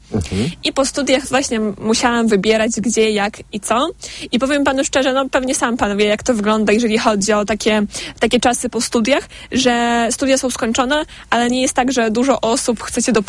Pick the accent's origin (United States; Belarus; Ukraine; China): Belarus; nawet jakby opuszczając to, że byłam to i jestem z narodowości Białorusinką